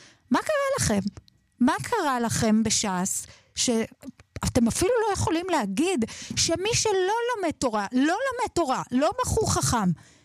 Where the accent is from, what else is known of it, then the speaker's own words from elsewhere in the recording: Netivot, Southern District, Israel; born there; אני נולדתי בנתיבות, עיירה מסורתית, אחוז הצבעה מאוד גבוה לש"ס.